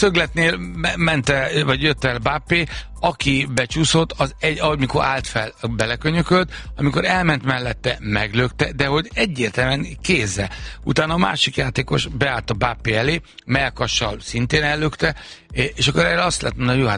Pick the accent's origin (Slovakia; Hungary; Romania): Hungary; Budapest; Én a kilátótéren nőttem fel, meg Zuglóban